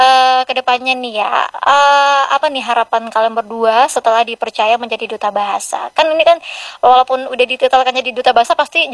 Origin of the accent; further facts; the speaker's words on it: Riau Islands, Indonesia; Tapi kalau kita nih sebagai orang Kepulauan Riau, sebagai orang Melayu, itu tetap menarik untuk kita gunakan.